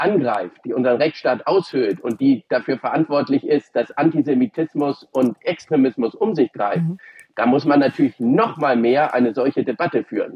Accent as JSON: {"language": "German", "region": "Hamburg", "country": "Germany", "said": "Ja, also ich komme ja nicht aus Bayern, sondern bin Hamburger Jung, aber ich kann da durchaus viele bayerische Steuerzahler verstehen."}